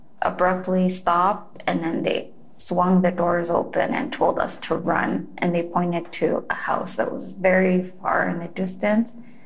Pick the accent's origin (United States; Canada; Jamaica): Canada; I'm as Canadian as it gets, so to me, it was very frustrating and confusing.